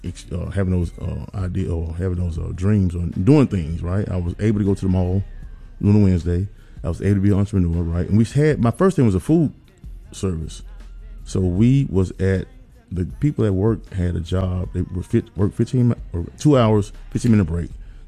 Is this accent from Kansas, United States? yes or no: no; Memphis, Tennessee, United States; I'm a native Memphian. In this city my whole life. I grew up in South Memphis.